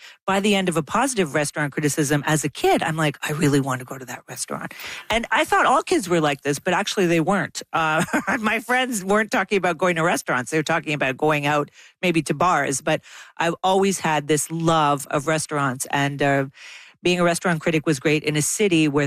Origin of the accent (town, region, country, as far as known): Montreal, Quebec, Canada; born or raised there